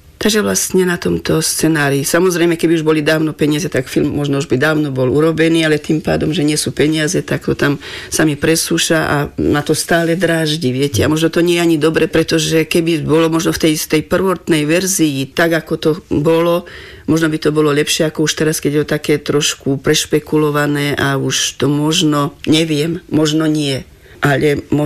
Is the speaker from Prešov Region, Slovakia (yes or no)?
yes; Okružná, Prešov Region, Slovakia; moved away; estrady, ktorú som ja robila ešte u nás v Okružnej